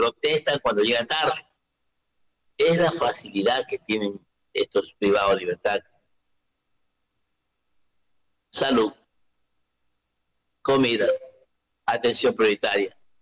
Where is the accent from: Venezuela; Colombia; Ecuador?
Ecuador; somos los ecuatorianos.